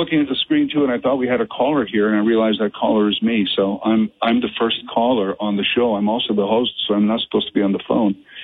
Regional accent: Canada; we started to say as Canadians

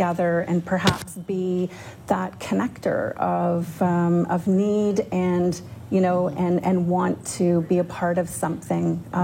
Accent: Ottawa, Ontario, Canada; I'm born and raised in Ottawa

